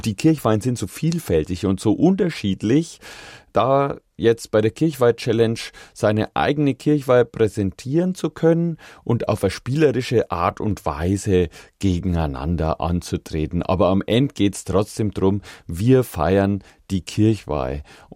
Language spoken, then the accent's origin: German; Bavaria, Germany; sie ist aus Oberbayern, ich bin aus Oberfranken